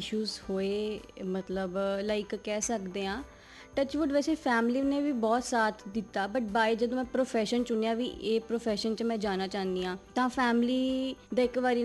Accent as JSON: {"language": "Punjabi", "town": "Shahabad Markanda", "region": "Haryana", "country": "India", "said": "Basically ਮੈਂ ਹਰਿਆਣਾ ਸ਼ਾਹਬਾਦ ਮਾਰਕੰਡਾ ਤੋਂ belong ਕਰਦੀ ਹਾਂ।"}